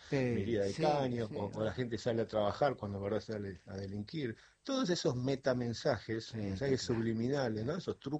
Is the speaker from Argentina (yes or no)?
yes; Argentina